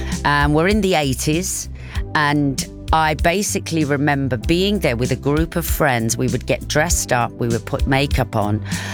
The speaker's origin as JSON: {"language": "English", "town": "Ilford", "region": "London", "country": "United Kingdom", "tie": "born or raised there", "said": "because I was born in Ilford. We lived in Clay Hall up until I was about 11, 12, 13."}